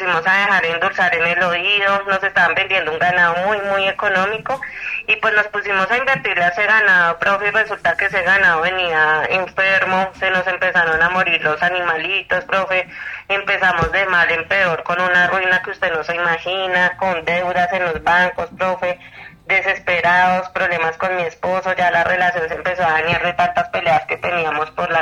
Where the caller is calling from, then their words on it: Yolombó, Antioquia, Colombia; soy la … de la Floresta Yolombó